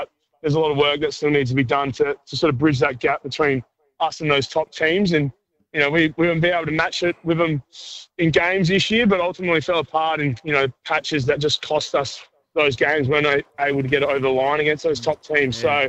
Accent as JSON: {"language": "English", "town": "Morwell", "region": "Victoria", "country": "Australia", "said": "I'm from Mowi."}